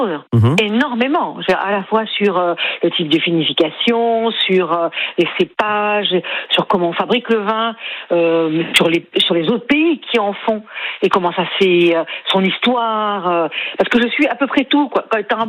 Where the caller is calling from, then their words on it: Bordeaux, Nouvelle-Aquitaine, France; je suis bordelaise, depuis un certain nombre d'années.